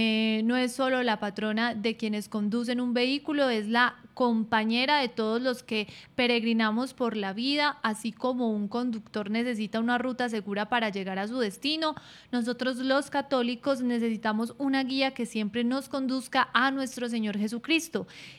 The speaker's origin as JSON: {"language": "Spanish", "country": "Colombia"}